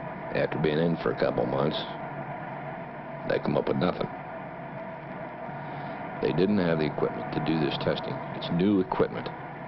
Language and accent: English; Carmel, United States; born there; I was born in Carmel on the 30th of January, 37. My dad, he's all born and raised in Carmel.